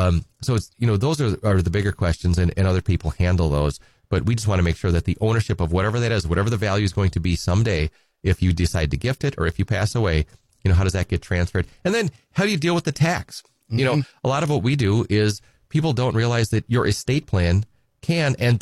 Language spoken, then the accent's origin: English; Edgar, Wisconsin, United States; I'm from Edgar, originally, and you know, good hometown Wisconsin Badger. My undergrad is from Madison, but I'm from Edgar.